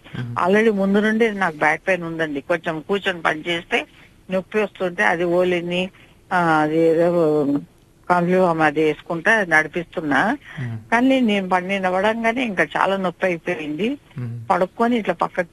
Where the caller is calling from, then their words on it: Devampet, Telangana, India; మా దేవంపేట సార్, ఇక్కడ యాదాద్రి డిస్ట్రిక్ట్.